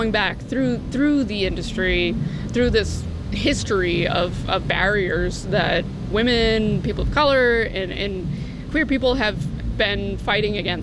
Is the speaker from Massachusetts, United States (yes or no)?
yes; Massachusetts, United States; I'm from Massachusetts